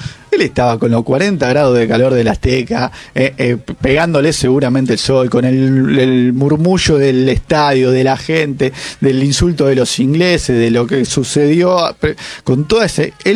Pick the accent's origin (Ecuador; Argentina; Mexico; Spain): Argentina; born there; Yo también nací en Argentina